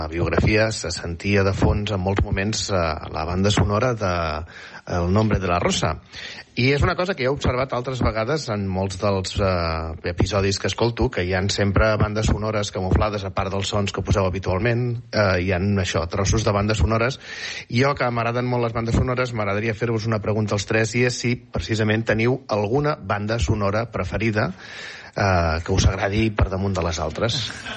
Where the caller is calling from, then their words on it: Molins de Rei, Catalonia, Spain; de Molins de Rei.